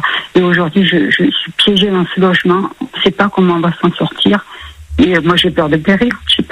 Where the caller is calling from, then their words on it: Montpellier, Occitanie, France; je suis à Montpellier dans le sud